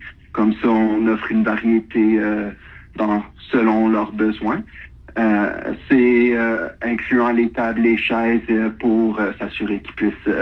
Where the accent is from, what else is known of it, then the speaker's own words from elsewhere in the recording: Quebec, Canada; now in Sept-Îles, Canada; ma région natale. J'ai grandi dans les cantons de l'Est